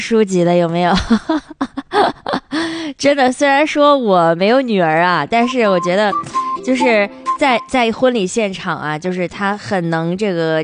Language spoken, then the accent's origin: Chinese; Harbin, Heilongjiang, China; 你说咱们哈尔滨人说话，我觉得就普通话挺标准哈